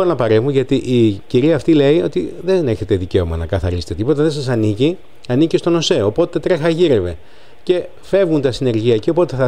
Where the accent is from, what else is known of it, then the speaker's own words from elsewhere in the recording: Rio, Western Greece, Greece; εμείς οι παλιότεροι που μεγαλώσαμε και στο Ρίο